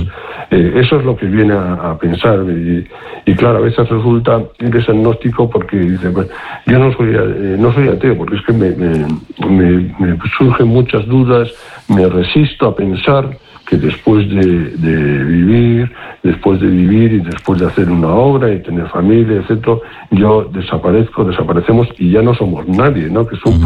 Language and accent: Spanish; Basque Country, Spain; Yo soy vasco y estoy acostumbrado a escuchar, pues allí estoy acostumbrado a escuchar